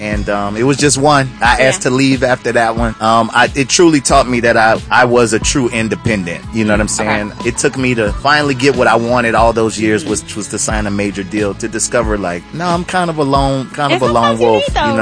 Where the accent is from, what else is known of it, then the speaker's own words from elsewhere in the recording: New Orleans, Louisiana, United States; I'm from New Orleans.